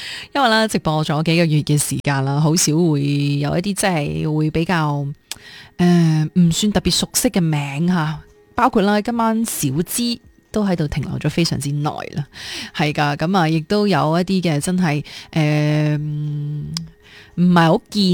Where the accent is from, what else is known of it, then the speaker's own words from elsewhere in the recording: Guangdong, China; 我哋作为广东人都经历过噶啦